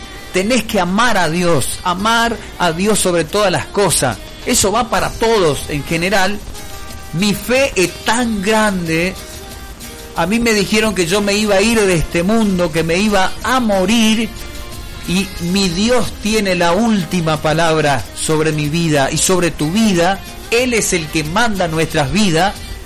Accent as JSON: {"language": "Spanish", "town": "Puerto Iguazú", "region": "Misiones", "country": "Argentina", "said": "Yo amo a Iguazú con toda mi alma, yo amo a mi pueblo"}